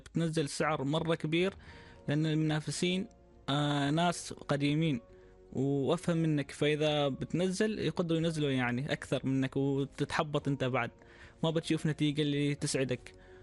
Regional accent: Oman; عندنا في عمان

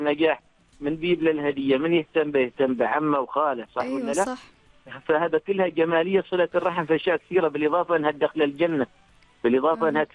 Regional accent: Oman; وإحنا كشعب كعمانيين

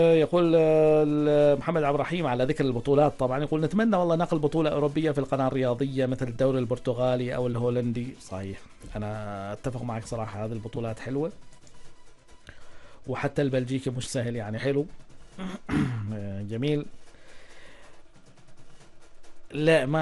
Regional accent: Muscat, Muscat Governorate, Oman; عندنا في مسقط

